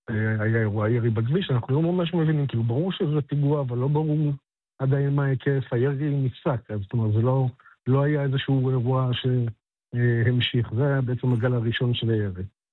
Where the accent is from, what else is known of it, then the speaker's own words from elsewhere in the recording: Northern Israel, Israel; אנחנו מהצפון